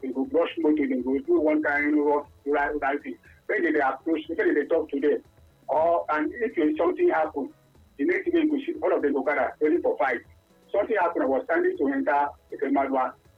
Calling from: Okuru, Nigeria; I'm calling from Okuru.

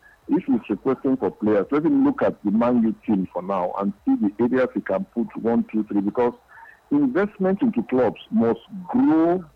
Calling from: Aba, Abia, Nigeria; I'm calling from Aba.

